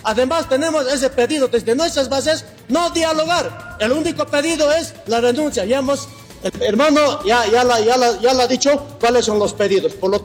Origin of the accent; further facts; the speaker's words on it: Bolivia; Nosotros somos pueblo bolivianos también